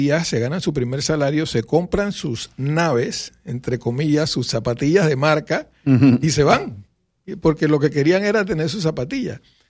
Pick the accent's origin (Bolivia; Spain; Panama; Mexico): Panama; Sí, yo soy panameño, claro.